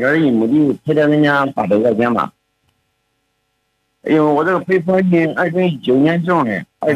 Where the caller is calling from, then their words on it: China; 我是利兴县。